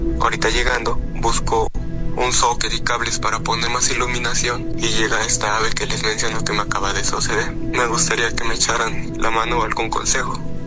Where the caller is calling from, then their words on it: Tlayacapan, Morelos, Mexico; de Tlayacapan, Morelos.